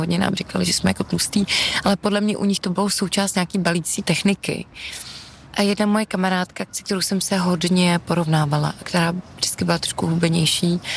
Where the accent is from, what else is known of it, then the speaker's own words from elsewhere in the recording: Trutnov, Hradec Králové Region, Czechia; na terapii jsme tomu vždycky říkali, že mám pocit, že jsem řepa z Trutnova.